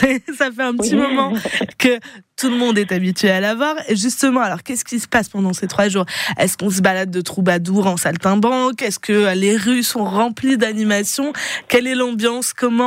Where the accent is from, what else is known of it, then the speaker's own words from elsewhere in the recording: Grand Est, France; chez nous en Alsace